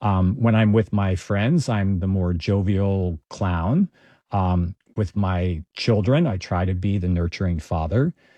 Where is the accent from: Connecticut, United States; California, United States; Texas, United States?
Texas, United States; Houston; one of my favorite stories about this is I grew up in Texas, and even though I grew up in Houston, I never felt a strong identity of Texan.